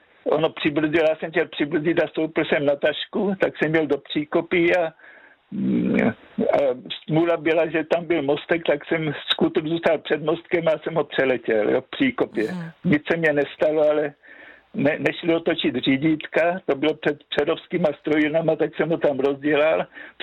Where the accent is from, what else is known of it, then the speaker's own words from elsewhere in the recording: Slovácko, Czechia; now in Brno, Czechia; No, taky pocházím ze Slovácka, jo, takže...